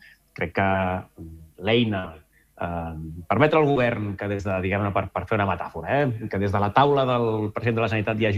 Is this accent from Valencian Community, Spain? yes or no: no; Reus, Catalonia, Spain; jo sóc de Reus i, per tant, jo visc a pocs quilòmetres de diverses centrals nuclears i a pocs quilòmetres del polígon petroquímic més important del sud d'Europa.